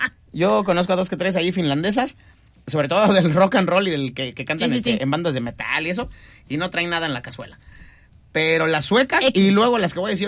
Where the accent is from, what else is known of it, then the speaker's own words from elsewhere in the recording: Mexico; now in Manzanillo, Mexico; ¿Por qué vivo en Manzanillo? Tanto me hiciste mexicano.